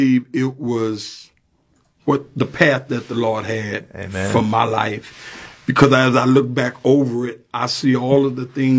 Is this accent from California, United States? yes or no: no; San Antonio, Texas, United States; I'm San Antonio native. Born, bred, and when I die, I'll be San Antonio dead.